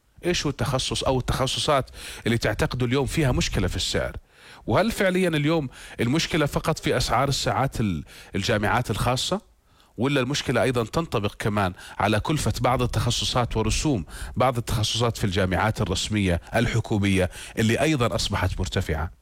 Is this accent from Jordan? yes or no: yes; Jordan; عندنا في الأردن